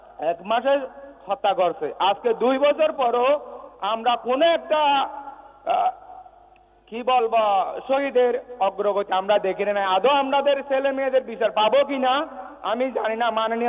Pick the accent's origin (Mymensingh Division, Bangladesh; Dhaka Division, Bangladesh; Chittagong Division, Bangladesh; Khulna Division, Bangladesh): Chittagong Division, Bangladesh; Pekua; আমার বাড়ি চট্টগ্রাম কক্সবাজার চকরিয়া পেকুয়া। বাংলাদেশের স্বরাষ্ট্রমন্ত্রী মাননীয় সালাউদ্দিন আহমদের বাড়ির পাশে আমার বাড়ি একদম কাছাকাছি।